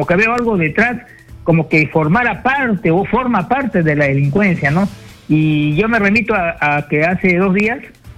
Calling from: Lima, Peru; de acá del distrito de San Juan de Miraflores

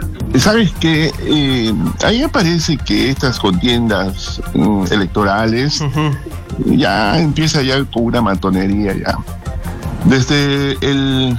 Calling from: Ilo, Moquegua, Peru

